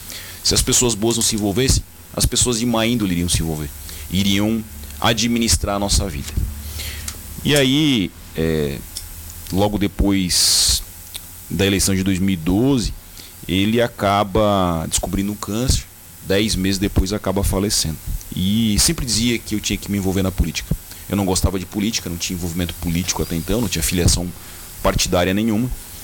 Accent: Turvo, Santa Catarina, Brazil; Eu sou natural de Turvo, uma cidade que fica aqui no sul de Santa Catarina.

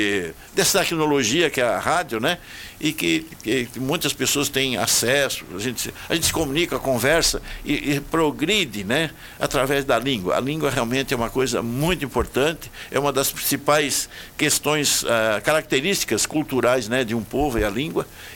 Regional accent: Brazil

